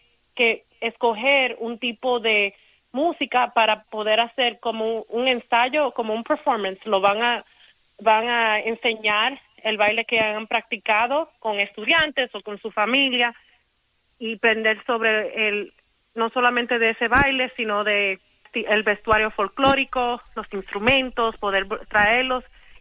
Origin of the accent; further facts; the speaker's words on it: Santiago de los Caballeros, Santiago, Dominican Republic; Sí, me crié en Santiago, en la República Dominicana, y para mí Santiago es muy significativo porque recuerda mucho de mi infancia